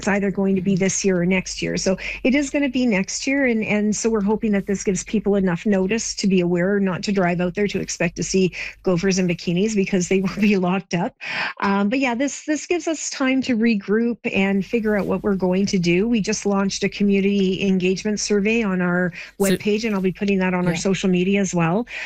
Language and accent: English; Torrington, Alberta, Canada; born or raised there